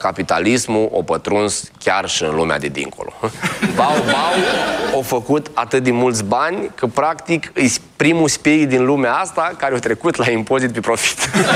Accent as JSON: {"language": "Romanian", "region": "Moldavia", "country": "Romania", "said": "Scuze, sunt moldovean, am problemele astea."}